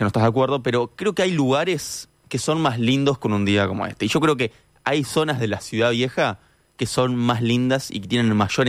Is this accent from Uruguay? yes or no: yes; Uruguay